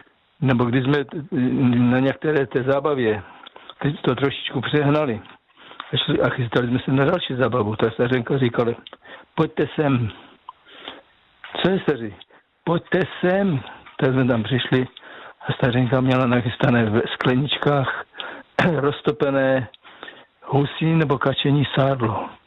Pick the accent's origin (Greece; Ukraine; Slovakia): Slovakia; moje stařenka z Jižní, jako já pocházím ze Slovenska, tam se říká stařenka, ne babička.